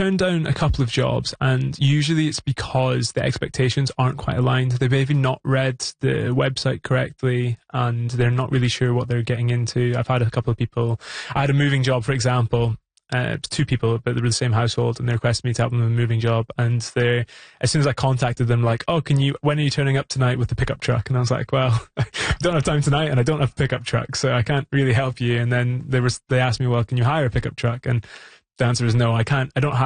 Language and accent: English; Scotland, United Kingdom; now in Montreal, Canada; I'm helping out with the Montreal Highland Games, which is a sort of shout out to where I'm from Scotland.